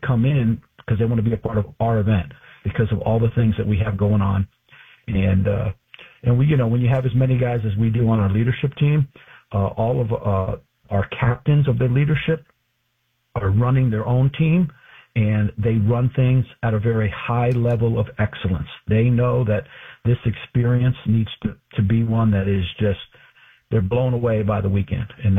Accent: United States

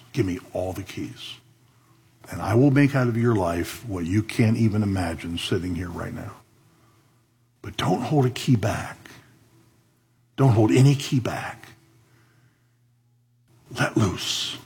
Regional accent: United States; After all, we're American.

